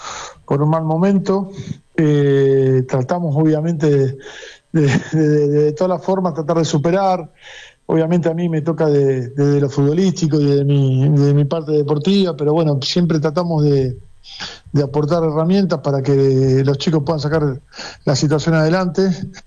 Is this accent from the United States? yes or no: no; Rosario, Santa Fe, Argentina; allá por mis pagos, yo soy de Rosario.